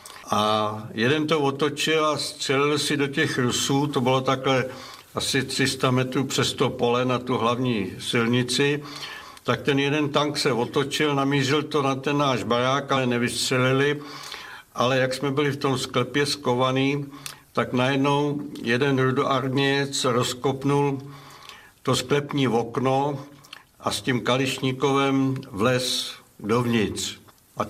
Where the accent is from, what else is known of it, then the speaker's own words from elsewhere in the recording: Lovosice, Ústí nad Labem Region, Czechia; born there; first language German; Czech is a second language; my jsme se narodili v Sudetech tím pádem, tedy v těch Lovosicích a stalo se tedy, že naše mateřština byla němčina, protože babička měla taky německé občanství